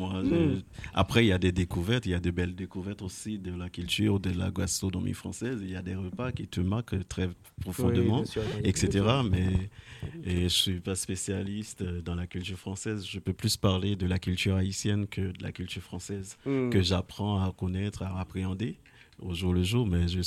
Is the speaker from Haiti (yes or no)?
yes; Haiti; moved away as an adult; now in France; Donc, c'est à ce moment-là que je me suis installé en France. Donc, avant tout, je suis haïtien. Je suis haïtien.